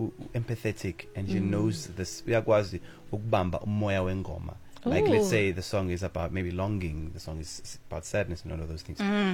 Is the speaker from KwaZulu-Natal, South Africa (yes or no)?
yes; Greytown, KwaZulu-Natal, South Africa; also born or lived in Pietermaritzburg; I was born in Pietermaritzburg and then adopted in Greytown. That's where I was raised.